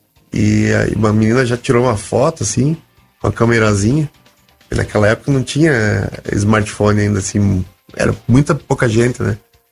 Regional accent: Rio Grande do Sul, Brazil; now in Curitiba, Brazil

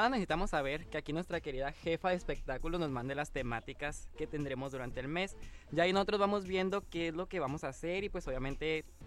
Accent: Baja California, Mexico; Yo soy del Valle Mexicali, o sea, del mero calorón.

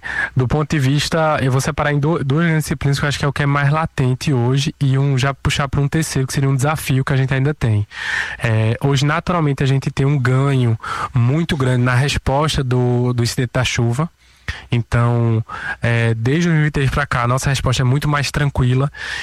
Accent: Pernambuco, Brazil; now in Recife, Brazil; eu não sou natural de Recife, eu sou do interior do estado. Então, quando eu vim estudar aqui na Universidade Federal

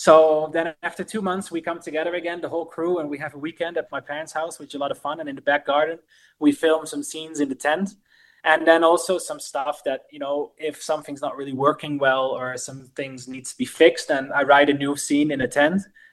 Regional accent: Netherlands; English is a second language; At the moment, you know, we are from the Netherlands.

